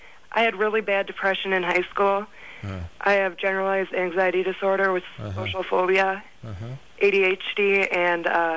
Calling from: United Kingdom; I'm British.

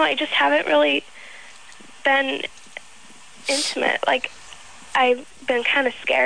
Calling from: Hawaii, United States; I'm Hawaiian.

